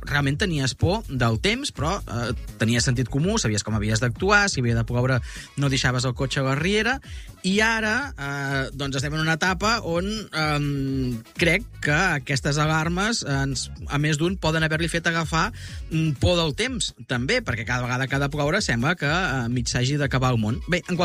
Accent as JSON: {"language": "Catalan", "town": "Arenys de Munt", "region": "Catalonia", "country": "Spain", "tie": "born or raised there", "said": "jo sóc d'Arenys de Munt, de tota la vida, fill d'Arenys de Munt"}